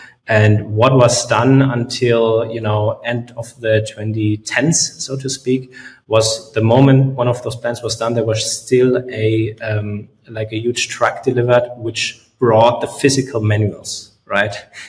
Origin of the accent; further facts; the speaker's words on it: Munich, Bavaria, Germany; we're from Munich, or at least I am actually